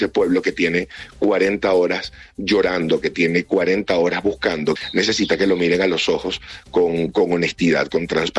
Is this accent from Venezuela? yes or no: yes; Venezuela; como venezolano lo digo